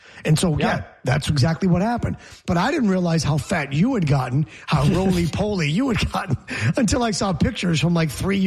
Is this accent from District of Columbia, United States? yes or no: no; Geneva, New York, United States; born or raised there; now in Philadelphia, United States